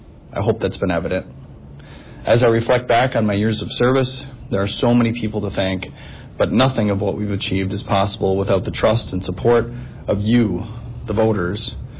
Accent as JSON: {"language": "English", "town": "Green Bay", "region": "Wisconsin", "country": "United States", "tie": "born or raised there", "said": "Growing up in Green Bay, I never dreamed I'd have the honor to serve you, my fellow citizens, as your mayor."}